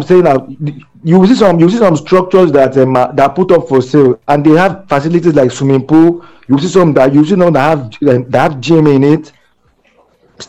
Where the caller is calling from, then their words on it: Lagos, Nigeria; I'm calling from Ogba.